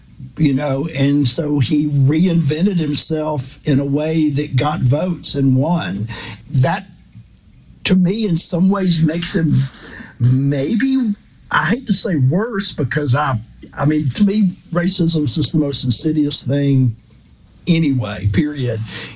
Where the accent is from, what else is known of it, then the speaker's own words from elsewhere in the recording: Alabama, United States; You know, for starters, you know, my home state, it's obviously, there's a lot of bad things you can say about Alabama